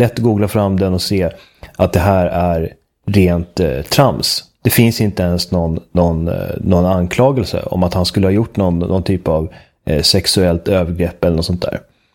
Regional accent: Sweden; Känner jag faktiskt över att mitt hemland håller på med den här märkliga dansen.

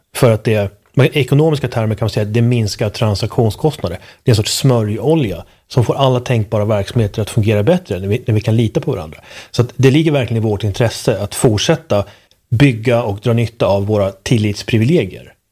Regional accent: Sweden; jag är uppvuxen i, liksom i Sverige, en väldigt svensk kontext.

